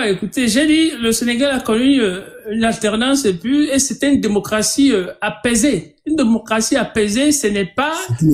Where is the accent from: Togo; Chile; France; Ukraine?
Togo; C'est une démocratie apaisé par rapport à ce que nous avons chez nous au Togo. Chez nous, ce n'est pas une démocratie.